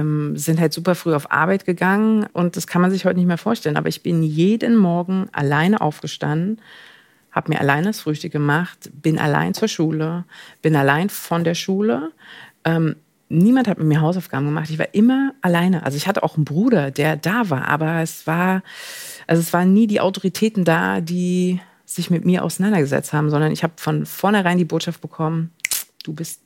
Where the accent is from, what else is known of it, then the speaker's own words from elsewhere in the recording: East Germany, Germany; Also ich bin halt im Osten groß geworden und wie viele Lebensläufe im Osten ganz früh in die Kita gegeben worden, Vollzeit, also mit 8 Monaten in die Kita, mit 9 Monaten trocken.